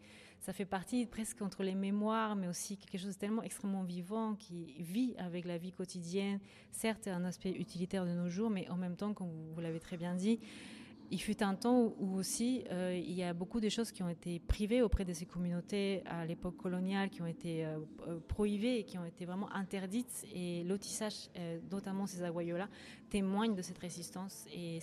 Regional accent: Bolivia; now in Paris, France; plutôt bien sûr de mon pays d'origine, Bolivie, mais à la fois avec un regard du fait que je vis aussi à Paris.

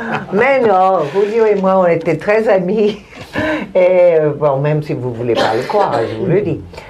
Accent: Mexico; moved away; moi je viens du Mexique, il est palestinien et moi aussi

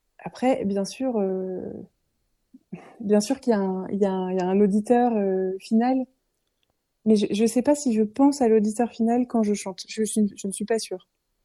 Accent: Briançon, Provence-Alpes-Côte d'Azur, France; je viens de Briançon dans les Hautes-Alpes, donc très loin de la mer, enfin, relativement loin de la mer, en tout cas très loin de l'océan.

